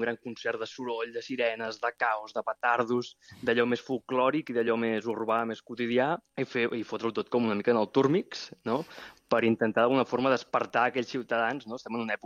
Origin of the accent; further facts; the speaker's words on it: Mataró, Catalonia, Spain; jo que sóc de Mataró i hem amat pirotècnia des de ben petit i la pólvora em transporta en un lloc molt maternal i molt nostàlgic i molt bonic